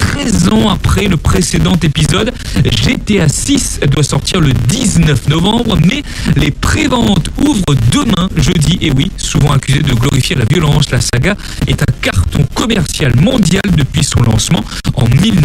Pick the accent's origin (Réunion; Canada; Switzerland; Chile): Réunion; Chez nous, à La Réunion